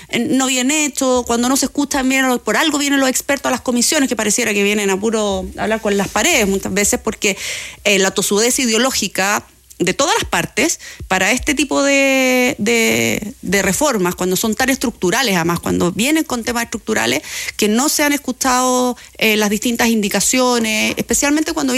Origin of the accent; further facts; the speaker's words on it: Chile; nosotros sí que tenemos experiencia como chilenos, digamos, de que hay reconstrucciones que no terminan nunca.